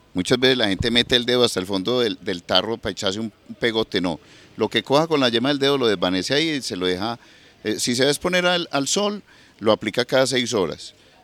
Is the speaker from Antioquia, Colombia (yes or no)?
yes; Antioquia, Colombia; born there; aquí vivían en Prado Centro. Que yo nací en Prado Centro.